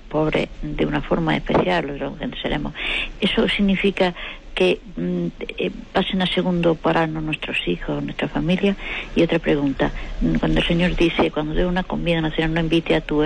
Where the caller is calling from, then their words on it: Andalusia, Spain; Me llamo de Andalucía